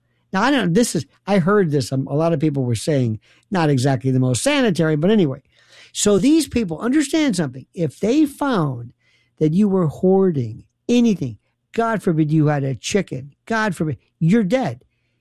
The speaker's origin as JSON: {"language": "English", "town": "Tampa", "region": "Florida", "country": "United States", "tie": "born or raised there", "said": "I was born in Tampa, and we have a huge Cuban population"}